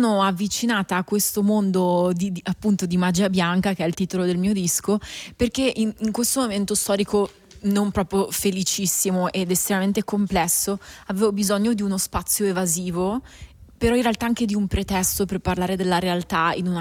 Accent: Italy; dalle mie parti, appunto, quindi nella zona nord-est d'Italia

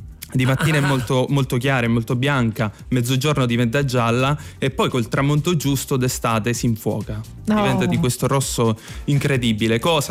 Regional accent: Noto, Sicily, Italy; sono originario di Noto, sono nato a Noto

